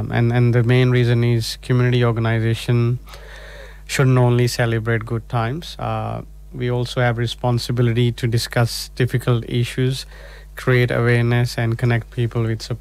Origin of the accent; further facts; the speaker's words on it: India; moved away; I'm from India, so in India it's so much diversity, so many religions, and every religion has different belief.